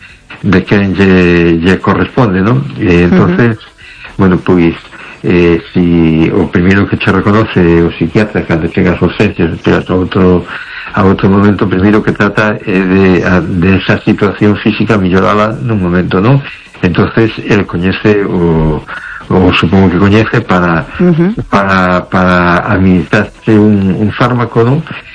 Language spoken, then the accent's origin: Spanish; A Coruña, Galicia, Spain; Buenas noches, Teresa. … de Coruña. ¿Qué tal?